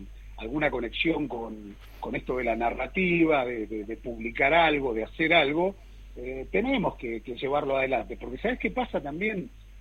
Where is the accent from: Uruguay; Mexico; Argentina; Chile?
Argentina; Neuquén